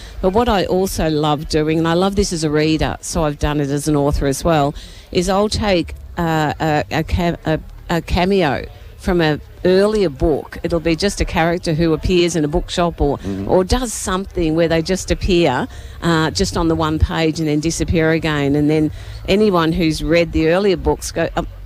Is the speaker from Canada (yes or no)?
no; Montrose, Victoria, Australia; Croydon does, because I grew up in Montrose, and I spent a lot of my teenage years in Croydon.